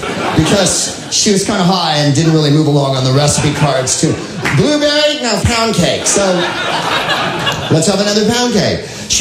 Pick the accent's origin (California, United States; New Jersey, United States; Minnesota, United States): California, United States; San Carlos; also born or lived in San Francisco; I come from San Francisco, but originally I come from San Carlos, which is a small white principality south of San Francisco.